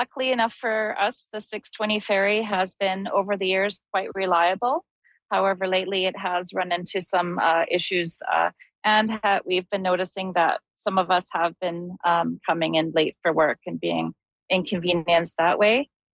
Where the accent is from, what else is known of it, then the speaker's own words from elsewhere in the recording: British Columbia, Canada; I grew up on the Sunshine Coast. That's where my home is. That's where I went to school. That's where I have my friends.